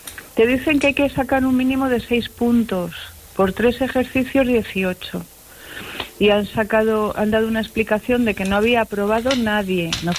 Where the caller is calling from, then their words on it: Madrid, Community of Madrid, Spain; yo te llamo desde Madrid